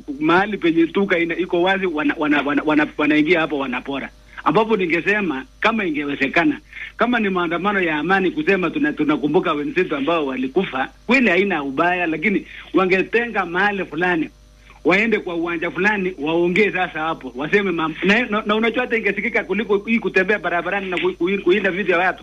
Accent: Kenya; born there; Sisi tumezaliwa Kenya na tungali tunaishi hii Kenya hii.

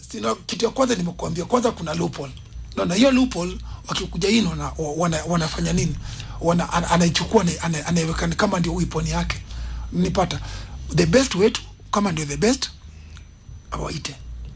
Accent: Kenya; sometimes unapata wewe pia kama Mkenya uku respected.

